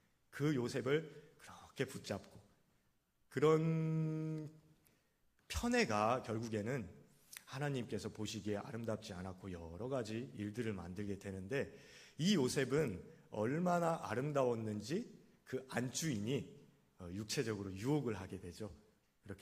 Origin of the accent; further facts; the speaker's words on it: Jeolla, South Korea; accent: Jeolla dialect; 저는 전라도 사투리로